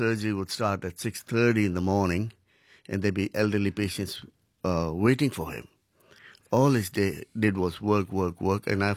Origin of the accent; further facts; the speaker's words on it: India; now in Newcastle, Australia; Being Indian